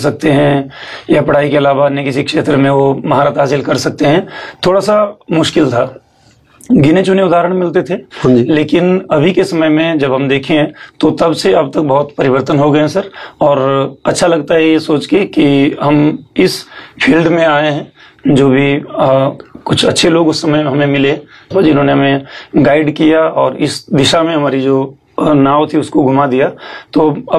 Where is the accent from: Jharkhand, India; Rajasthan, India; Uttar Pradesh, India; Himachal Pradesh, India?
Himachal Pradesh, India; Mandi district; moved away as an adult; now in Dehradun, India; Basically मैं हिमाचल प्रदेश के मंडी जिले का रहने वाला हूँ और मेरी जो विद्यालय शिक्षा है वहीं से हुई।